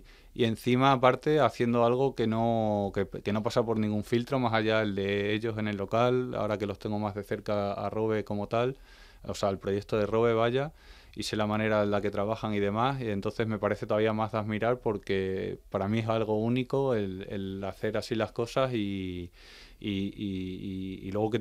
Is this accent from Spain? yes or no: yes; Plasencia, Extremadura, Spain; moved away; hoy es la vez que más tiempo llevo sin tocar en mi ciudad